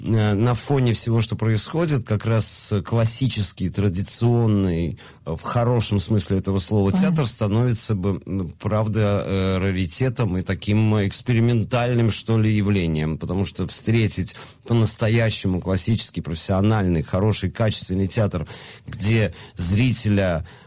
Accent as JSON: {"language": "Russian", "region": "Tashkent", "country": "Uzbekistan", "moved": "yes", "said": "Мы из Ташкента"}